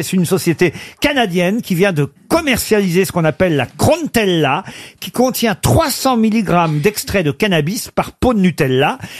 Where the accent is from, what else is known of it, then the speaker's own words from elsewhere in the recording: France; Oui, ça c'est sûr que chez nous en France.